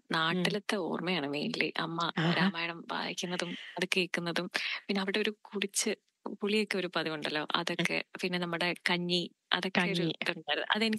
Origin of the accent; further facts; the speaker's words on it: Thiruvananthapuram, Kerala, India; now in Melbourne, Australia; ഞാൻ തിരുവനന്തപുരത്ത് ജനിച്ചു വളർന്ന ഒരാളാണ്.